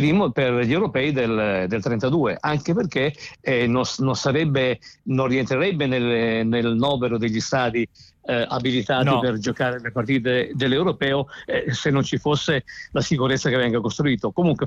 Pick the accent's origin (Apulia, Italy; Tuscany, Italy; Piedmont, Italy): Tuscany, Italy; now in Milan, Italy; Vado a San Siro dal 1981, io mi sono trasferito a Milano dalla Toscana nel 1981